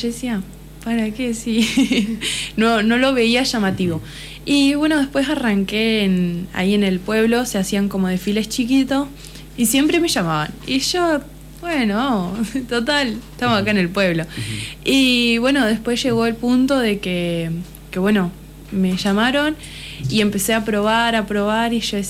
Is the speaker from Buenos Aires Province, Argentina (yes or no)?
no; Valle María, Entre Ríos, Argentina; Yo soy de Valle María.